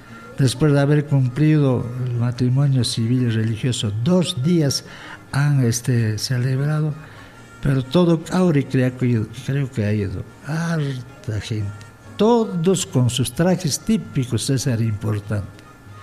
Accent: Peru; cada día nos hacen recordar que somos peruanos

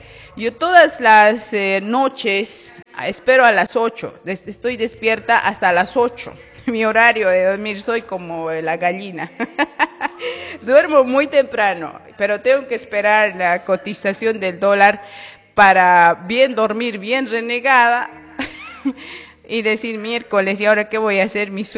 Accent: Bolivia; no somos flojos los bolivianos

